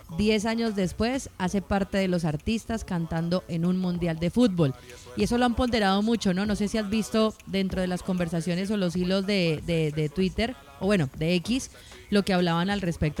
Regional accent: Colombia; entonces para mí como colombiana

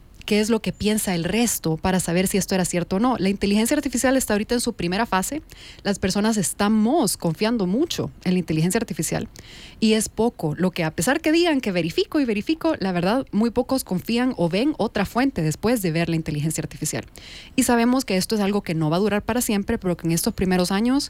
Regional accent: El Salvador

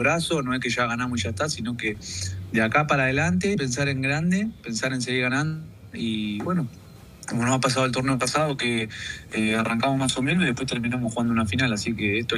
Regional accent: Argentina; moved away; nosotros como argentinos obviamente

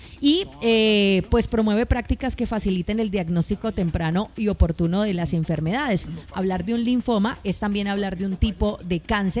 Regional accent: Costa Rica; soy tico porque, o me gusta ser tico porque, así se le dice a los costarricenses.

